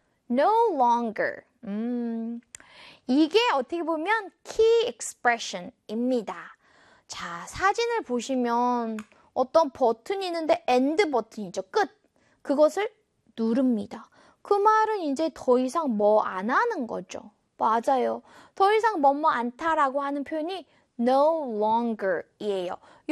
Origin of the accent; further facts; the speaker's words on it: Geumsan, South Chungcheong, South Korea; moved away as an adult; now in Seoul, South Korea; 저는 어렸을 때 금산에 살다가 나중에 대학생이 되어서 서울로 이사를 저 혼자 이사를 왔거든요.